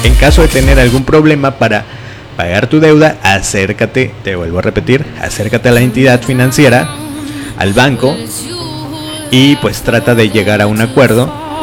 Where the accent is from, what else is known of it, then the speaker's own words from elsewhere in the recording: Mexico; Y como todo mexicano, ahí le vas dando clic